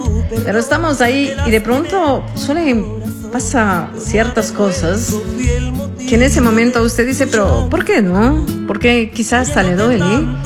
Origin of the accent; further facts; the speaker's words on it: Ecuador; todo es al último, como buen ecuatoriano.